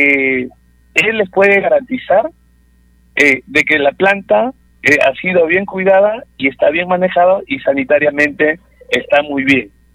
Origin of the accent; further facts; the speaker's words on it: Sinsicap, La Libertad, Peru; soy de San Ignacio, Sincicabo, Tuzco. Es más, hoy día estoy respondiendo desde San Ignacio